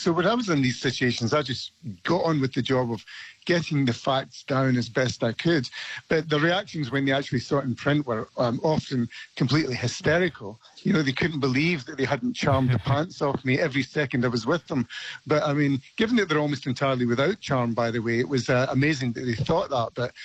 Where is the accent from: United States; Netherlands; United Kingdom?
United Kingdom; Scotland; now in Australia; Yeah, absolutely. I'm glad you did, because it's really important, because here in Australia, you're treated very differently as a Scot from my English friends.